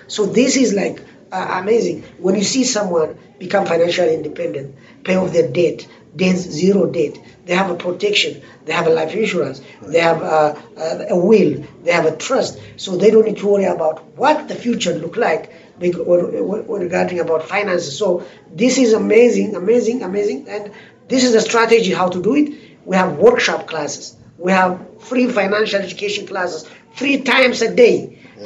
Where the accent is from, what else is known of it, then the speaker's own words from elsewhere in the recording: Ethiopia; And right now I'm from the Ethiopian community, right?